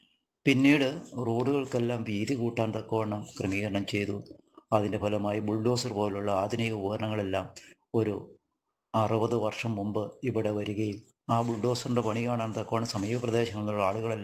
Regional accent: Valakam, Kerala, India; born there

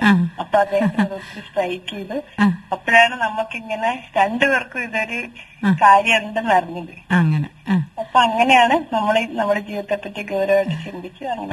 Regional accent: Kottayam, Kerala, India; moved away as an adult; now in Sreekandapuram, India; എന്റെ ഞാൻ താമസിക്കുന്നത് തലപ്പുറത്തുള്ള ശ്രീകണ്ഠപുരത്താണ്. എന്റെ സ്വദേശം കോട്ടയമാണ്.

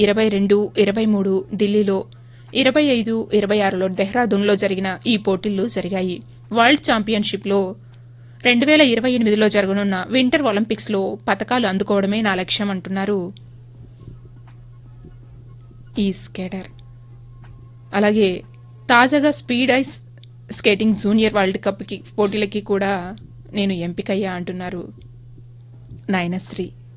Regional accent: Motamarri, Telangana, India; మాది ఖమ్మం జిల్లా, బోనకల్లు మండలం, మోటమర్రి. … అమ్మ వీణ. కుటుంబ వ్యాపార రీత్యా మేమిక్కడ స్థిరపడ్డాం.

